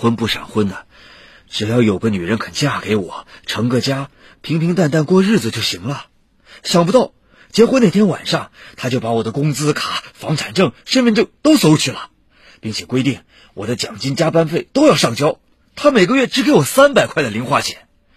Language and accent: Chinese; Shanghai, China; 因为我是上海人吧。